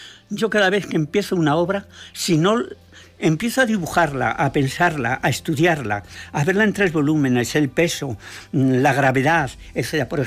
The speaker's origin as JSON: {"language": "Spanish", "town": "Madrid", "region": "Community of Madrid", "country": "Spain", "also_born_or_lived": "Canada", "moved": "yes", "said": "yo cuando venía aquí era madrileño."}